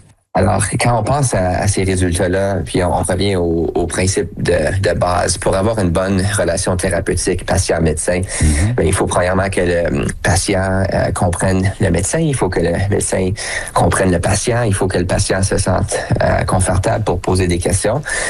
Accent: Ottawa, Ontario, Canada; J'ai grandi à Ottawa dans un environnement bilingue. J'ai fait la plupart de mes études en français.

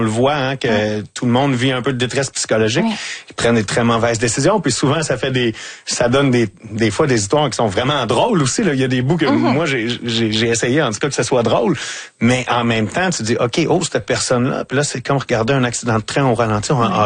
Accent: Lavaltrie, Quebec, Canada; now in Montreal, Canada; je viens de la Valtrie, dans la région, okay, de la Naudière. Mm-hmm. Puis quand je suis arrivé à Montréal, c'était ma porte d'entrée vers Montréal.

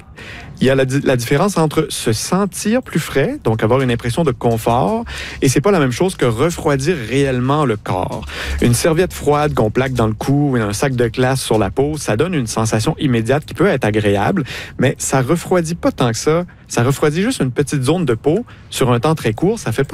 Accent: Quebec, Canada; Je vous traduis ça un peu à la gaspésienne, là, car je suis gaspésien

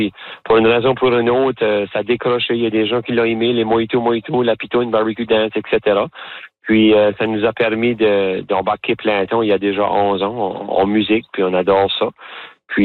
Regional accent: New Brunswick, Canada; accent: Chiac; nous, on mélange un peu l'anglais, ils appellent ça le chiac, mais c'est un peu comme ça qu'on parle, notre accent.

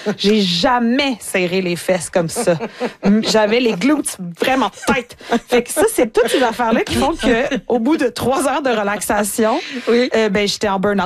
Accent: Canada; accent: Canadian; il y a toujours quelqu'un pour imiter mon accent. « Ah, vous avez un petit accent, hein? Vous seriez pas canadienne. »

